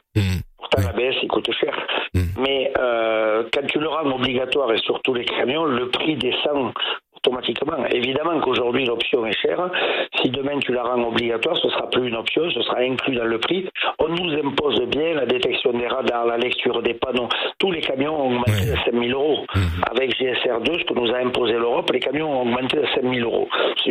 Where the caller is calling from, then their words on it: France; Moi, je suis de Chambon